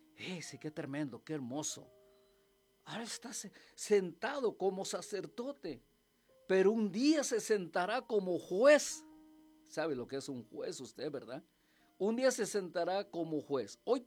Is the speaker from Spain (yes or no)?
no; Mexico; nuestro México